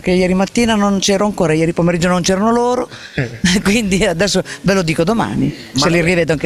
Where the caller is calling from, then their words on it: San Benedetto Val di Sambro, Emilia-Romagna, Italy; io sono di San Benedetto Val di Sambro.